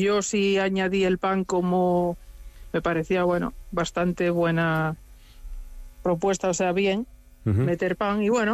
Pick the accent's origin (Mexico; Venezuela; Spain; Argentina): Spain; Asturias; Pues yo soy asturiana, o sea que el cachopo y la fabada.